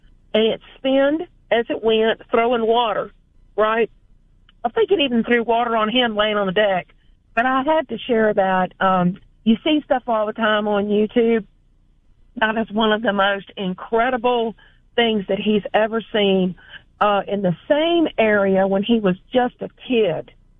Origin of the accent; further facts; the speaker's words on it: Hampton, Virginia, United States; I'm from the Langley Air Force Base area originally, so this isn't a real big deal to me.